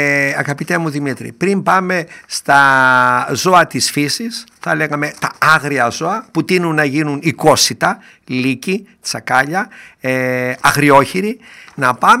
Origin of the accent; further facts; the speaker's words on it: Doirani, Central Macedonia, Greece; Όταν ήμασταν μικροί εκεί στο χωριό μου στη Δοϊράνη